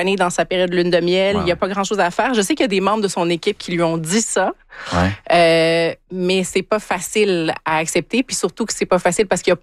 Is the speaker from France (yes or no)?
no; Quebec, Canada; moi je viens du Québec